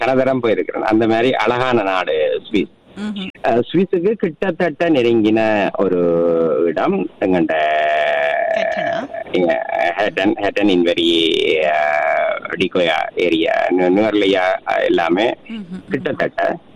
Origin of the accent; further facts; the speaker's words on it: Central Province, Sri Lanka; born there; moved away; Dickoya state, டிக்கோயாவில இன்கரிய state, அதுலதான் நான் பிறந்தேன்.